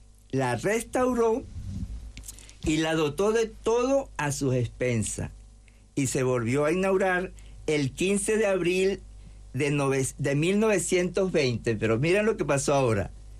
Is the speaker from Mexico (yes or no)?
no; Venezuela; moved away as an adult; also born or lived in Spain; esposo y yo tenemos acá 2 años y medio, antes tuvimos casi 4 años en España. Nosotros, mi esposo y yo, somos venezolanos. De España estuvimos 1 año en Venezuela mientras nos salía la visa y todo. Y ya tenemos acá pues 2 años y medio.